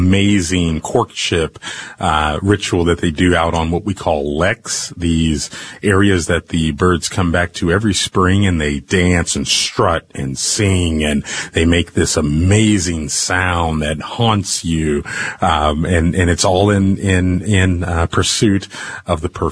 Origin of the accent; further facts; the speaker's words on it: Texas, United States; moved away as an adult; also born or lived in the Southwest; now in North Dakota, United States; Particularly where I live and where I've grown up. I grew up in Texas and the Southwest, and now for the last 20 years in North Dakota.